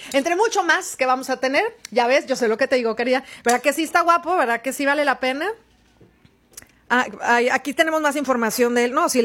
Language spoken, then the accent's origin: Spanish; Mexico; Así somos los mexicanos